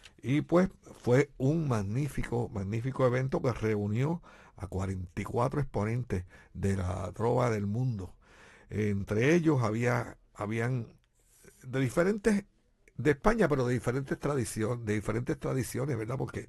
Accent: Puerto Rico; de esa gente que no se hace de rogar, que está disponible, como somos nosotros los puertorriqueños.

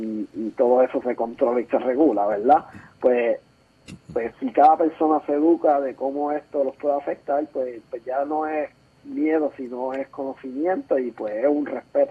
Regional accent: Puerto Rico; moved away as an adult; now in United States; Yo cuando salí de Puerto Rico a trabajar en los Estados Unidos en la industria

